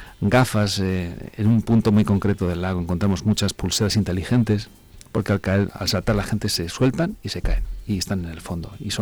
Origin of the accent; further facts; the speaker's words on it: Zamora, Castile and León, Spain; los que somos zamoranos de la EGB